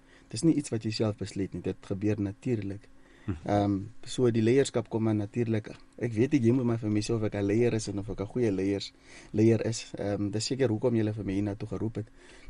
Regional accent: Tsumeb, Oshikoto, Namibia; ek is oorspronkelijk van Tjumep. Ek is daar gebore, in school daar gegaan. En ek is in Namibier, ja. So onmiddellik na my hoërskool het ek Engeland toe gegaan vir 'n paar jaar op Woka Holiday.

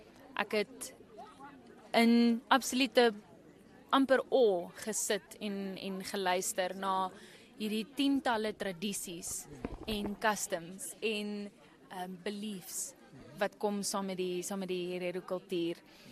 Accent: Windhoek, Khomas, Namibia; Ek is 27, ek is gebore en groot geword in Windhoek, maar my familie kom van Gobabis af. Ja, ek is eindelijk een Gobabis

